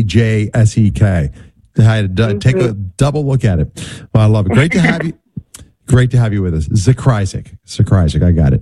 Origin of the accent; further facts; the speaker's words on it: Pennsylvania, United States; Pennsylvania is my home state. I was born and raised outside of the Philadelphia area.